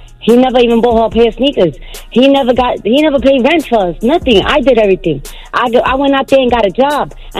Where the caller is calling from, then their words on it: New York City, New York, United States; I'm from Bushwick, area code 718.